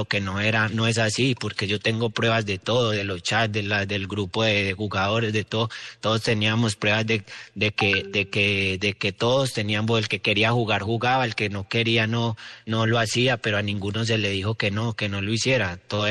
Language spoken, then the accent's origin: Spanish; Pereira, Risaralda, Colombia; moved away as an adult; now in Barranquilla, Colombia; yo soy de Pereira